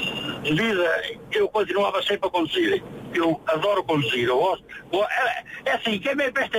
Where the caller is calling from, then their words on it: Tondela, Centro, Portugal; Eu sou de Tondela.